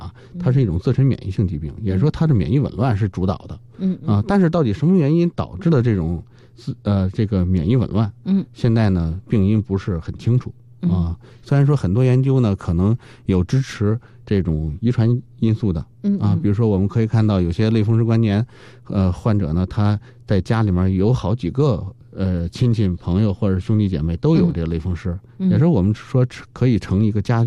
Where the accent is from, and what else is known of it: China